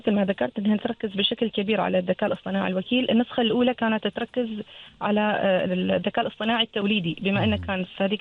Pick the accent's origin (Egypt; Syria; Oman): Oman; احنا عندنا في عمان